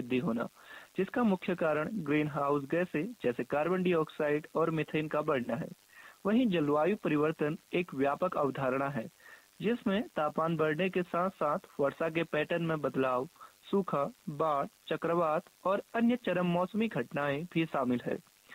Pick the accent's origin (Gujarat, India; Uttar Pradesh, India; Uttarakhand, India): Uttarakhand, India; moved away as an adult; now in Almora, India; मैं मूल रूप से सेराघाट क्षेत्र का निवासी हूँ और यहाँ अभी अल्मोड़ा में मेरा ज्योग्राफी से मास्टर्स की पढ़ाई चल रही है।